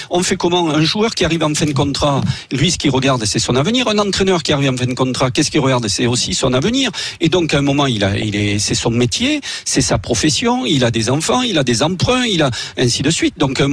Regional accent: Sarlat, Nouvelle-Aquitaine, France; je suis bien du Périgord. Merci. Et bien un vrai Périgourdin.

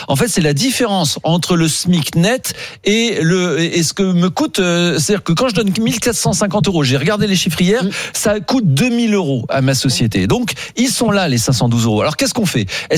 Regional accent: Grand Est, France

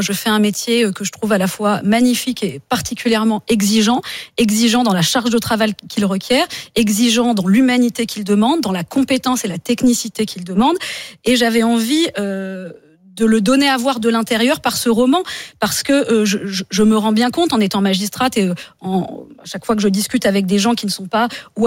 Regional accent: Occitanie, France; moved away; ma région natale qui est le Tarn. Et figurez-vous que la ville de Rabastens, dans laquelle réside toute ma famille

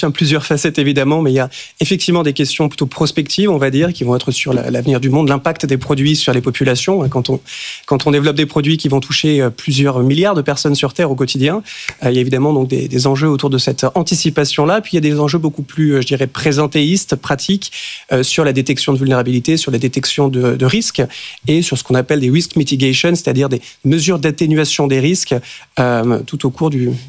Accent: France; moi, je voulais rentrer en France pour pousser ces sujets-là sur le plan scientifique.

